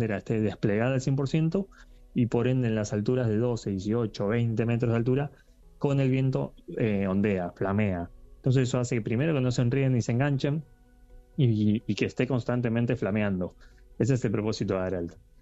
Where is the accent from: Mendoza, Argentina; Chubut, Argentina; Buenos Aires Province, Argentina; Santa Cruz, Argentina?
Buenos Aires Province, Argentina; Quilmes; now in Wilde, Argentina; No, yo soy de Buenos Aires. Yo nací en la ciudad de Quilmes. Bueno, vivo actualmente en Wilde, en Avellaneda, la zona sur de la provincia de Buenos Aires